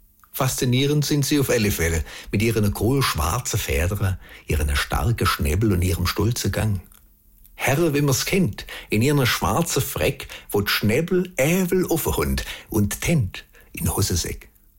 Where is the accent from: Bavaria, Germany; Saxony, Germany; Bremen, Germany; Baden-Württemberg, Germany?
Baden-Württemberg, Germany; Beisinger; born or raised there